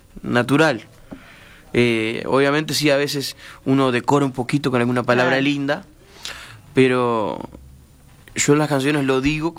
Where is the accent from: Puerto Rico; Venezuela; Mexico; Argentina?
Argentina; Mendoza; Yo soy de Mendoza